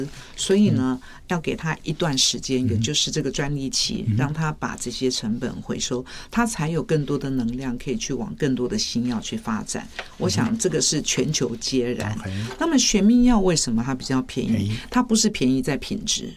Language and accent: Chinese; Taiwan; 这个是很大的迷思就是我们台湾人讲一句话叫做贵也较好